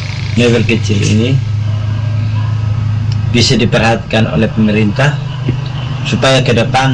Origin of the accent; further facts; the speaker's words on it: East Nusa Tenggara, Indonesia; Tahun 2021 saya dapat 9 unit rumah desa Watulu, kampung saya sendiri.